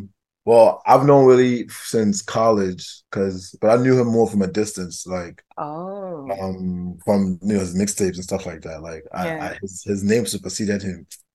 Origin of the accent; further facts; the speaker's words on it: Nigeria; also born or lived in New York; now in Los Angeles, United States; coming from Nigeria to America, though, that one was like, it was a culture shock because, you know, they didn't understand like it, my accent